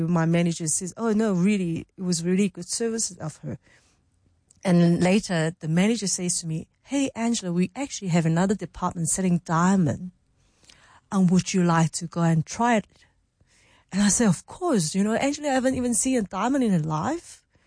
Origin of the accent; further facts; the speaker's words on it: Hong Kong; So because I'm from Hong Kong, I can speak Cantonese.